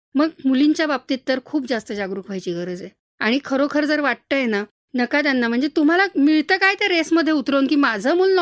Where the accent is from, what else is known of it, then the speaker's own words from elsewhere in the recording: Mumbai, Maharashtra, India; moved away as an adult; now in Nashik, India; मी आहे खरं तर मुंबईची